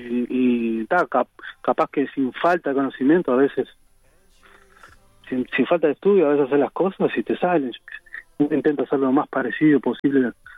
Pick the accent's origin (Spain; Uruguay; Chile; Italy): Uruguay; Mercedes, Soriano; now in Montevideo, Uruguay; Yo estoy viviendo en Montevideo, pero soy de Mercedes.